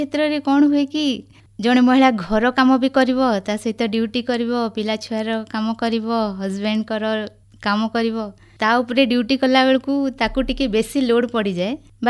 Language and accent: Odia; Burla, Odisha, India; born there; ଆଜ୍ଞା, ମୋର ଜନ୍ମ ତ ବୁର୍ଲାରେ, ବାକି ବାହାଘର ଠିକ ହେଇଛି ସୋହେଲା ବ୍ଲକରେ ଭିତରେ ଗୋଟେ ଗାଁରେ।